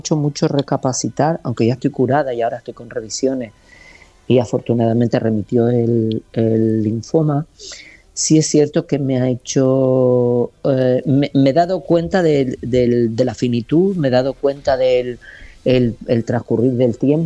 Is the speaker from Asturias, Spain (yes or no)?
no; Canary Islands, Spain; now in Madrid, Spain; Y en mi tierra siempre es un orgullo y una maravilla.